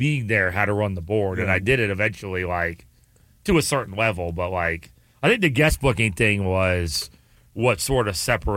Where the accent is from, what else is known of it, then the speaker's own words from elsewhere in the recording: Charlotte, North Carolina, United States; I said, well, sir … from Charlotte.